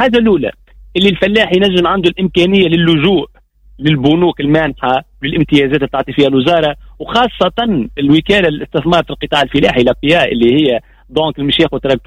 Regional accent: southern Tunisia, Tunisia; احنا عندنا في الجنوب

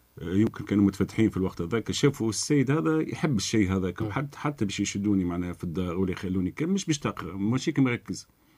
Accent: Gafsa, Gafsa Governorate, Tunisia; والله في حومتي، معناها انا قلت لك جيت في حومه انا زاد كورجيه كل معناها كانت مدرسة حي النور زادة في قفصة،

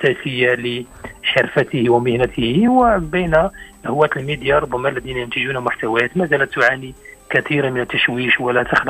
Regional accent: Morocco; عندنا في المغرب

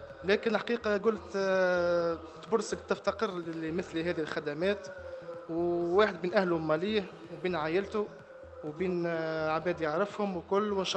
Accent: Tunisia; وين تربيت وين كبرت وين لعبت وين قريت، هذايا كما نقولوا منطقتي ومسقط رأسي والكل. معاكم … يعرفوني محليين في المنطقة هذه 25 سنة.

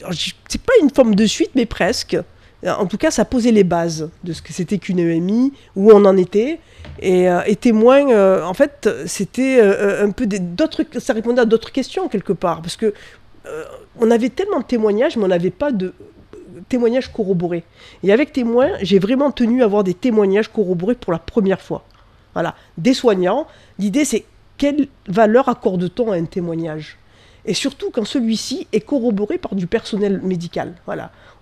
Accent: Tunisia; Je suis tunisienne, j'ai la double nationalité.

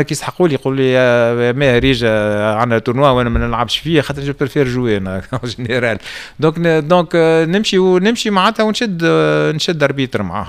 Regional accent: Tunisia; انا غادي كتونسي

